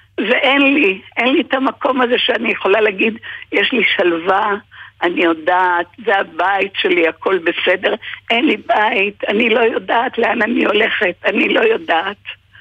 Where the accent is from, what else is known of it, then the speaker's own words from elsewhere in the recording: Be'eri, Southern District, Israel; born there; also born or lived in Hungary; now in Kibbutz Hatzerim, Israel; זה הבית שגדלתי בו מעל 60 שנה, מעל 60 שנה הייתי שם, מגיל 13.